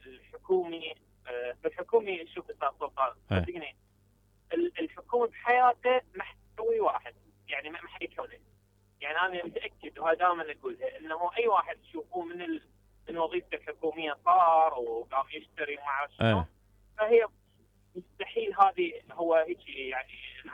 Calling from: Baghdad, Baghdad Governorate, Iraq; من بغداد.

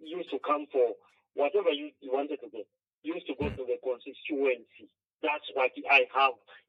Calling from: Solwezi, North-Western Province, Zambia; I'm calling you from Solwezi.

